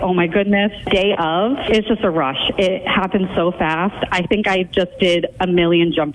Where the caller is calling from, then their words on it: Saco, Maine, United States; I'm from Saco, Maine.